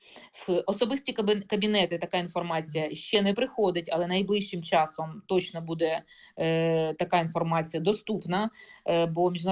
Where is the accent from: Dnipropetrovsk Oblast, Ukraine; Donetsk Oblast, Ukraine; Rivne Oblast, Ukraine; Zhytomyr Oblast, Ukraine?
Donetsk Oblast, Ukraine; moved away; я сама з Донеччини